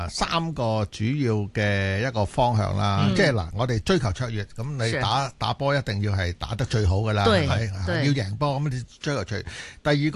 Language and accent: Cantonese; Guangdong, China; accent: Cantonese; 我哋广东话系叫做